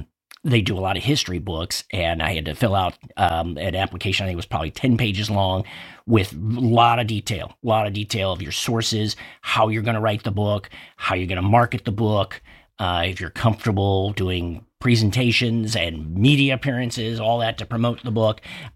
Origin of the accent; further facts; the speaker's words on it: Illinois, United States; I remember growing up in the Chicago suburbs